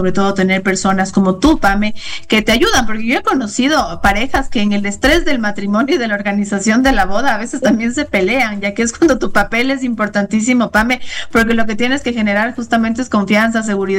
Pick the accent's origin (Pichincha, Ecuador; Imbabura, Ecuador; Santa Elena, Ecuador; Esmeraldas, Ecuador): Pichincha, Ecuador; Quito; soy quiteña, vivo en Quito